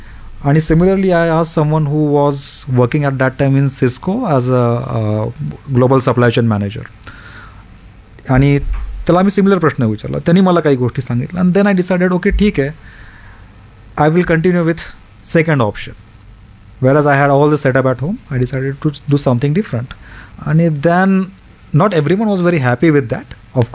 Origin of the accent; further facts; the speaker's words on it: Latur, Maharashtra, India; म्हटलं असं असं मी लातूरचा आहे.